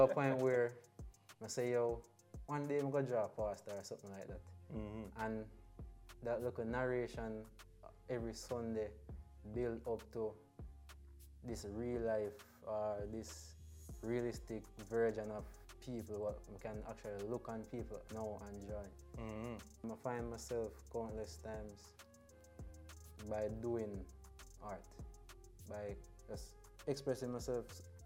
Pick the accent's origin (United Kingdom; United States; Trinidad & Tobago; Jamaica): Jamaica; Longville Park, Clarendon; I'm from Clarendon, Longville Park. Finished Calabar, thankfully.